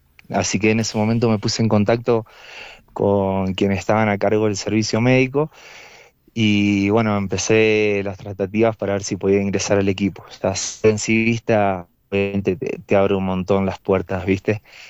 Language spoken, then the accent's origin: Spanish; La Emilia, Buenos Aires Province, Argentina; Soy de La Emilia. Soy del pueblo de La Emilia.